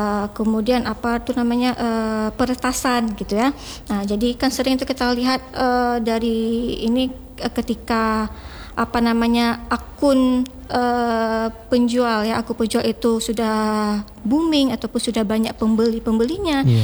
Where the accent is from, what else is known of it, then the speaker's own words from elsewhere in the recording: Aceh, Indonesia; Karena kita Aceh ini